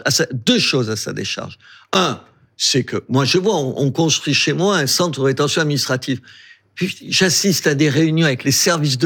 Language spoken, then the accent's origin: French; Algeria; born there; Moi, je suis né en Algérie. Je préfère quand c'est l'Algérie qui gagne